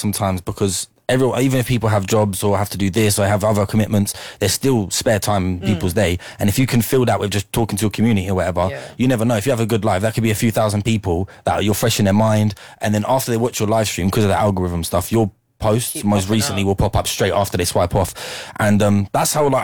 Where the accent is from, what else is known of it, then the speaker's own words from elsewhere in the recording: Luton, East of England, United Kingdom; moved away as an adult; also born or lived in Dunstable / London; And I grew up in Luton, you know what I'm saying? And did a lot of stuff here